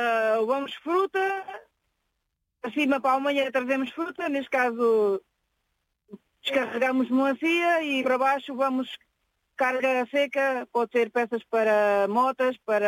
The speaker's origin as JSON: {"language": "Portuguese", "region": "Lisbon", "country": "Portugal", "said": "E eu sou de Lisboa, da parte da minha mãe, e sou espanhola da parte do meu pai."}